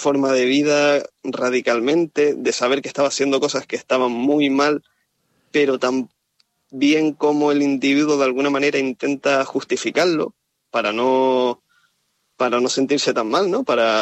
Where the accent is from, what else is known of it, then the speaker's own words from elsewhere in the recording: Canary Islands, Spain; en Santa Cruz de Tenerife, porque yo soy de Tenerife